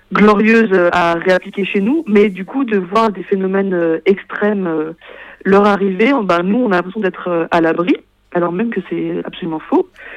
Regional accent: France; chez nous en France

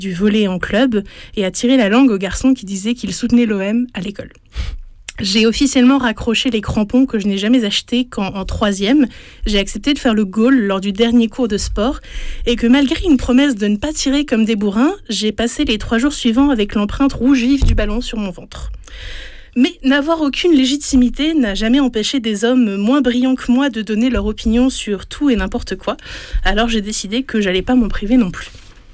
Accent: Paris, Île-de-France, France; Je suis parisienne

